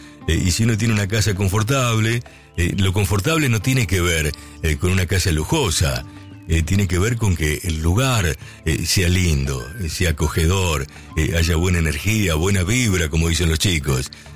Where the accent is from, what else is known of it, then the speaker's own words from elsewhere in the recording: Argentina; Y como argentinos, ¿qué debemos aprender? Debemos aprender a ser más tolerantes.